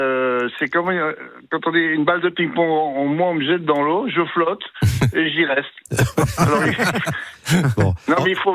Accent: Normandy, France; Alors, balader, là, je suis remonté chez moi en Normandie, là.

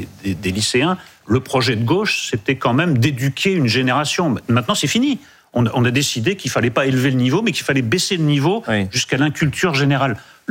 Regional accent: Bayonne, Nouvelle-Aquitaine, France; also born or lived in Germany / Paris; Moi j'étais à Bayonne, et puis quand j'étais à Paris, moi j'étais vraiment un petit gars de l'Est parisien.

